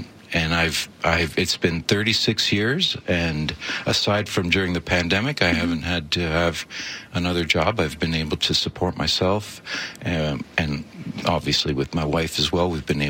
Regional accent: Ottawa, Ontario, Canada; I grew up in Ottawa, so I was kind of in the heartbed of Canada.

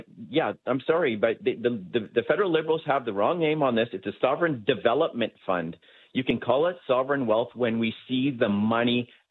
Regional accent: British Columbia, Canada; I'm telling you, as a British Columbian, I would use my tax dollars to support a pipeline.

